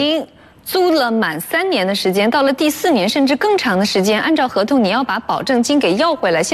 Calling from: Wuxi, Jiangsu, China; 我是无锡的

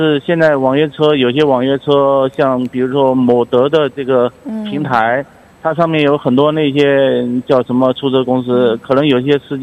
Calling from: Shanghai, China; 我不在那个地方住啊，我是上海的。

